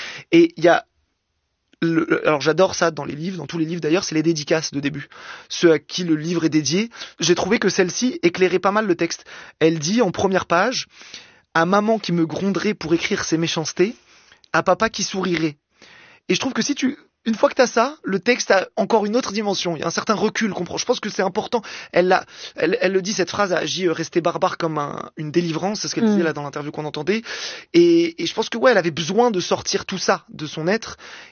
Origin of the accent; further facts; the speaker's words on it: Algeria; Et en plus, moi, en tant qu'Algérien, il y a évidemment le rapport entre l'Algérie et la France est particulier.